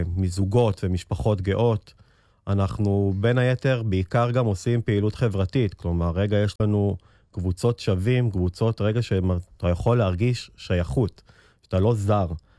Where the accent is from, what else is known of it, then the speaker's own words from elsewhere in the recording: Northern District, Israel; אני לא במקור מחיפה, אני במקור גם מהצפון.